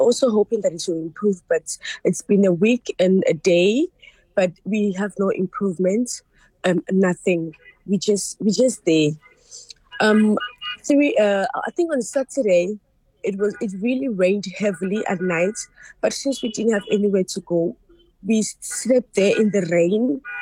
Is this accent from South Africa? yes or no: yes; South Africa; also born or lived in Ghana; I grew up here in South Africa. My grandmother was a teacher here in South Africa, and I stayed with her. So I grew up here in South Africa. I didn't grow up in Ghana